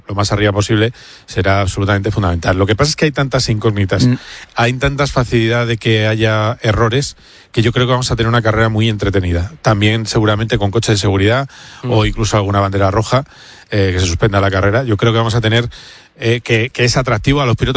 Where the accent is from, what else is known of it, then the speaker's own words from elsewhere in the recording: Madrid, Community of Madrid, Spain; Y eso está bien, yo como madrileño, pues mira, encantado.